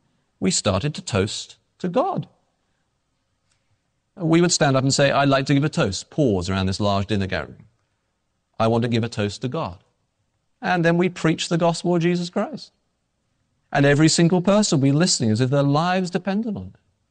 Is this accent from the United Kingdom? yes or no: yes; England, United Kingdom; No, I'm English. I can get away with these things, right?